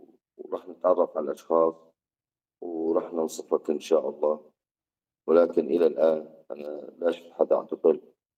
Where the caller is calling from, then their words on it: Raqqa, Raqqa Governorate, Syria; أنا تعاطف أهل الرقة ومدينتي وأهل سوريا كاملة،